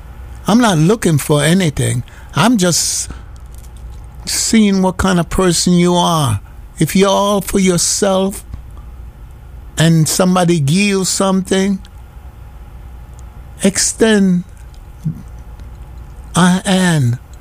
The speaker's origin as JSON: {"language": "English", "country": "Jamaica", "said": "Yes, I'm Jamaican, but I'm a child of God."}